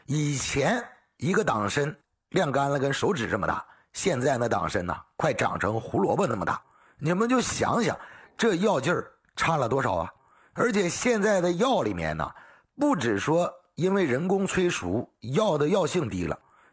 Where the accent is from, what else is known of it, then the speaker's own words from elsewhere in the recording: Northeast China, China; 用咱们老家的一句话来讲，开玩笑一样的嘛，是不是？东北话来讲，这不有点扯吗？